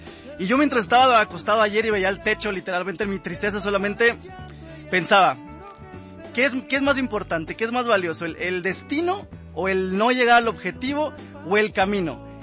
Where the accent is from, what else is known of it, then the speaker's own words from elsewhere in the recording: Mexico; nos ha hecho unirnos más como mexicanos.